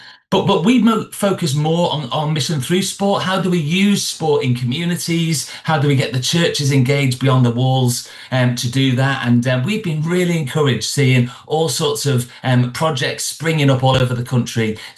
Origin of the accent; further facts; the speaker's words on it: United Kingdom; as the British